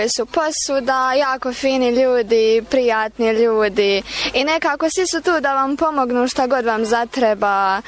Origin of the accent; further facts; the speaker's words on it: Konjic, Federation of Bosnia and Herzegovina, Bosnia & Herzegovina; imam 16 godina, iz Konjica sam